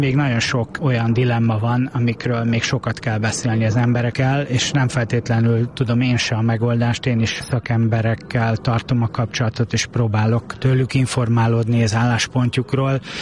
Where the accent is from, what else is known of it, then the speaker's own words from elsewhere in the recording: Budapest, Hungary; moved away; én óbudai vagyok.